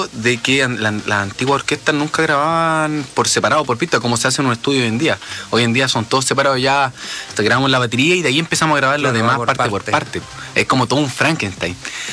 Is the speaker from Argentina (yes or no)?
no; Conchalí, Santiago Metropolitan Region, Chile; Yo vengo de Conchalí, de una comuna, no digamos ultra pobre, pero tampoco digamos ultra rica tampoco